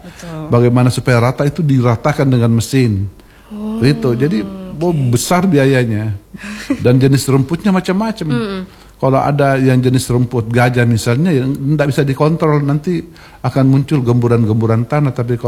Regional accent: Makassar, South Sulawesi, Indonesia; Kita dari Makassar yang fanatisme banget dengan timnas

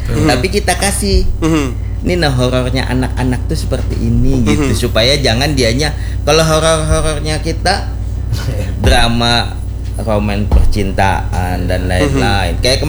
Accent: Banjarmasin, South Kalimantan, Indonesia; Nah karena saya di Banjarmasin

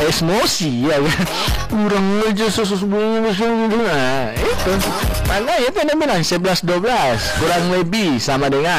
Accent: Nabire, Central Papua, Indonesia; saya lahir besar kan di Nabire

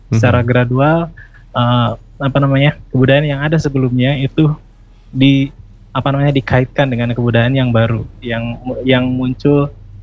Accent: Semarang, Central Java, Indonesia; Kalau kita orang Semarang kan kita lihat lautan tiap hari lah seperti kurang lebih.

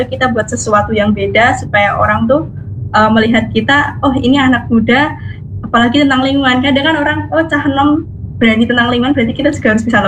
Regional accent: Sragen, Central Java, Indonesia; Ya, sebelumnya perkenalkan … asal saya dari Kabupaten Sragen

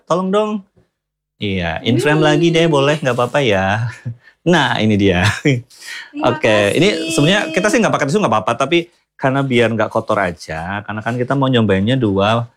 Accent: Banyumas, Central Java, Indonesia; accent: Ngapak (Banyumasan); kalau aku kan asli Banyumas.

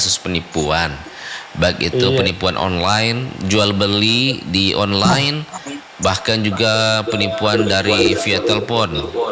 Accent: South Sulawesi, Indonesia; sikap kita sebagai orang Bugis Makassar

